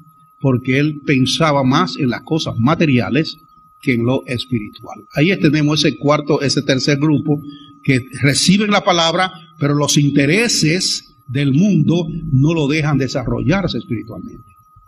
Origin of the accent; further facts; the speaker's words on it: Dominican Republic; moved away; Yo recuerdo una misionera allá en mi país